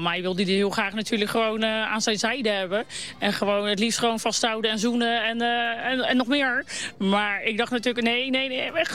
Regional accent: The Hague, South Holland, Netherlands; ik kom uit Den Haag.

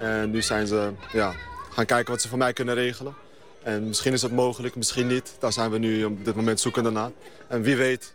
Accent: Amsterdam, North Holland, Netherlands; Maar nee, ik kom uit Amsterdam. Ik heb heel lang bij DWS gevoetbald.

